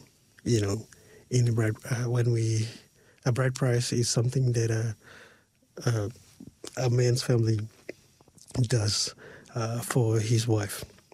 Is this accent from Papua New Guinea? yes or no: yes; Port Moresby, National Capital District, Papua New Guinea; Now, I'm from Papua New Guinea, from a village called Kirakira, and that village is located right inside Port Moresby.